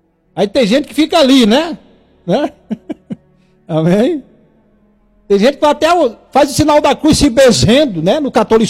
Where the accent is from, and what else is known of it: Tocantins, Brazil